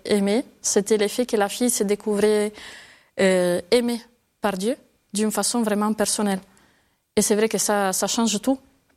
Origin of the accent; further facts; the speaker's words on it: Sardinia, Italy; born there; Je suis née en Sardaigne. Mais à 18 ans, c'est le moment de choisir. Donc, je suis partie à Rome pour faire mes études à l'Université de Rome.